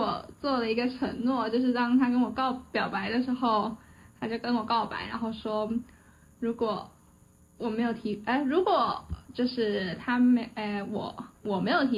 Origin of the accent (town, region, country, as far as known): Taiwan